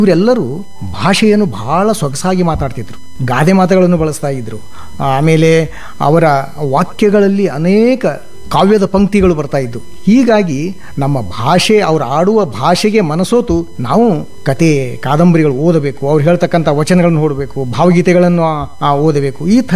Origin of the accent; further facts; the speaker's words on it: Devanagaon, Karnataka, India; first language Marathi; also born or lived in Almel / Sindagi; ನಾನು ಹುಟ್ಟಿದ್ದು ಇವತ್ತಿನ ಬಿಜಾಪುರ ಜಿಲ್ಲೆಯ ಶಿಂದಗಿ ತಾಲೂಕಿನ ದೇವಣಗಾಂವ ಎನ್ನುವಂಥ ಒಂದು ಸಣ್ಣ ಹಳ್ಳಿಯಲ್ಲಿ ಹುಟ್ಟಿದ್ದು. ಈ ಹಳ್ಳಿಯಲ್ಲಿ ನಮ್ಮ ಕುಟುಂಬ ವಲಸೆ ಬಂದದ್ದು. ಸುಮಾರು ನಾನು 4ನೇ ತಲೆಮಾರಿನವನು.